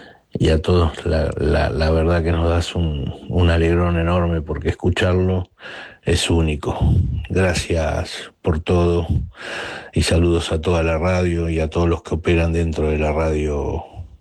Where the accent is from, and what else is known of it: Buenos Aires, Argentina